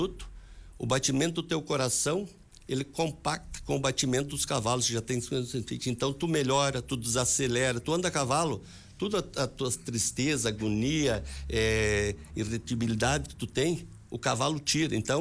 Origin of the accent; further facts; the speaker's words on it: Vacaria, Rio Grande do Sul, Brazil; nós somos de Vacaria, somos a história de Vacaria no lombo do cavalo